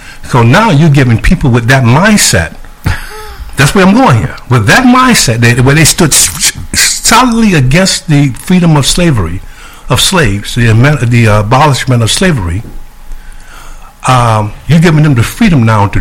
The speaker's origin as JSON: {"language": "English", "town": "Augusta", "region": "Georgia", "country": "United States", "said": "I'm from Augusta, Georgia."}